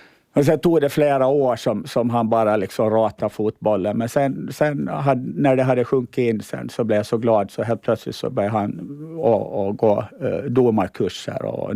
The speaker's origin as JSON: {"language": "Swedish", "country": "Åland Islands", "also_born_or_lived": "Stockholm / Taiwan", "moved": "yes", "said": "det var första gången som jag riktigt märkte varför jag var ålänning."}